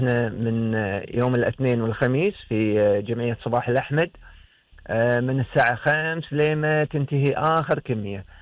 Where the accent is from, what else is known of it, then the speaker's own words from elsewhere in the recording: Kuwait; السوق المحلي عندنا في الكويت.